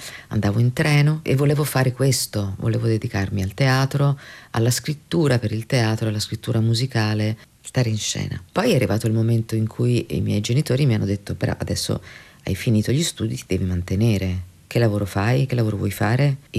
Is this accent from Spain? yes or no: yes; Spain; now in Italy; Beh, io comunque sono anche spagnola, però insomma per tanto tempo è stato il contrario.